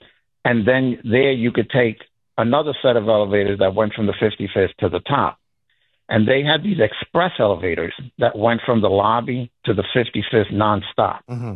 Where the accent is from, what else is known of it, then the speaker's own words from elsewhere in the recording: New York, United States; I'm a lifetime New Yorker, born and raised here.